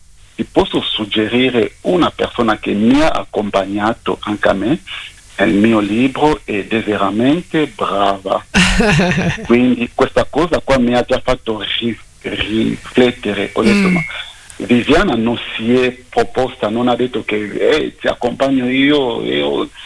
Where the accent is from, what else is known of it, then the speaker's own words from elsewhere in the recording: DR Congo; moved away as an adult; Il Congo belga e il Congo francese, e io vengo dal Congo belga.